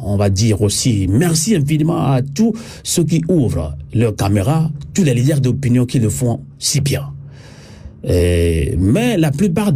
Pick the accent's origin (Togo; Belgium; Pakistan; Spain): Togo; en tant que Togolais